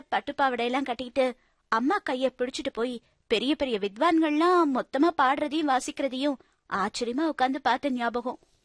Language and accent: Tamil; Thiruvaiyaru, Tamil Nadu, India; Thiruvaiyaru sir.